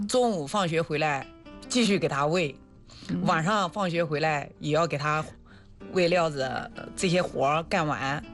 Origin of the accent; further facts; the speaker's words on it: Tongling, Anhui, China; 来自于安徽的铜陵。